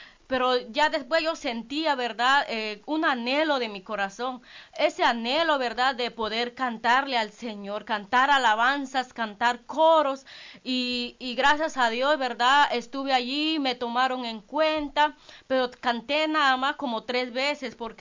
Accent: Baja Verapaz, Guatemala; en la iglesia del Nazareno, de allá, ¿verdad?, donde nací, allá por Baja Verapaz. Entonces, hermanos, pero ahí en ese tiempo yo crecí

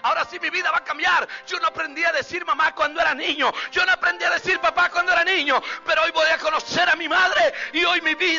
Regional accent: Mexico; moved away; Vámonos a México. Cuando menos, si me matan, que me maten en mi tierra.

